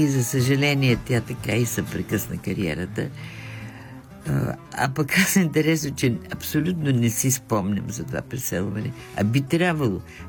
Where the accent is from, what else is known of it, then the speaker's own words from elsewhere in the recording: Prague, Czechia; born there; И междувременно аз съм се родила в Прага.